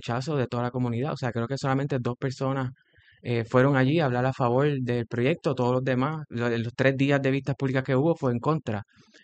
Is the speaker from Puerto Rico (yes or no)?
yes; Cabo Rojo, Puerto Rico; Yo soy de Cabo Rojo y yo, esa es mi área